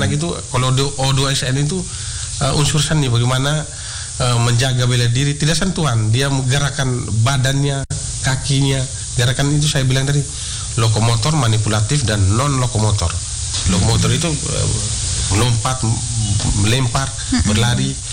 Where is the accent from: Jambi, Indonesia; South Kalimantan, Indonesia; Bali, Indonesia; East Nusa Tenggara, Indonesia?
East Nusa Tenggara, Indonesia; Budaya kita orang Flores bagaimana, kekompakan, kerjasama, saling rangkung, persaudaraan itu perlu.